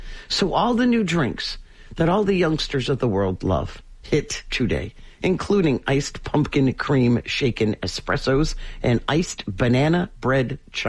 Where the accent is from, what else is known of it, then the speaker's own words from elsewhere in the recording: New England, United States; Because we're Dunkin' people. I'm from New England. There was no Starbucks. It was all Dunkin'.